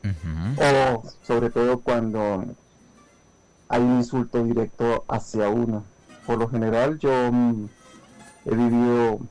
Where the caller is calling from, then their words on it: Michelena, Táchira, Venezuela; Desde Michelena